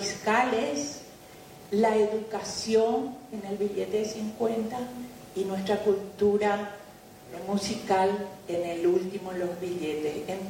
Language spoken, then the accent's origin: Spanish; Paraguay